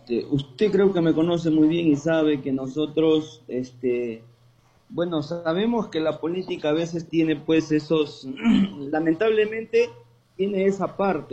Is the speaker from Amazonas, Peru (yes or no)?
yes; Cajaruro district, Amazonas, Peru; now in Cajaruro, Peru; iniciamos en el centro poblado José Olaya, de donde yo soy justamente